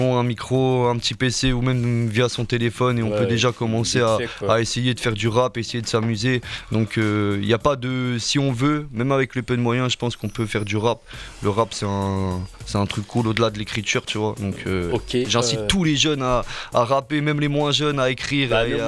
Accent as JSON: {"language": "French", "town": "Fécamp", "region": "Normandy", "country": "France", "tie": "born or raised there", "moved": "as an adult", "lives_now": "Perpignan, France", "said": "Non, moi aussi, je viens de Fécamp."}